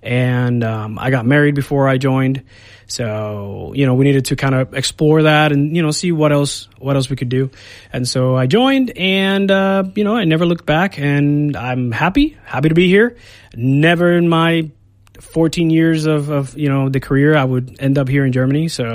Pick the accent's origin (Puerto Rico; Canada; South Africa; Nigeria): Puerto Rico; moved away as an adult; Well, I come from Puerto Rico. That's where I was born and raised.